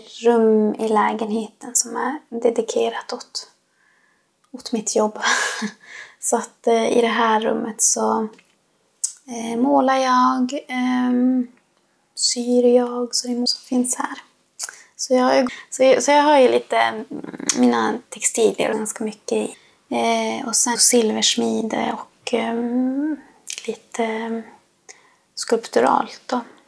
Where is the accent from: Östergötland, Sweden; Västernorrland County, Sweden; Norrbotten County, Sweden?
Norrbotten County, Sweden; Lannavaara; now in Vittangi, Sweden; Jag bor i Vittangi. Men jag kommer ju från Lannavaara. Uppväxt i Sarivuoma sameby.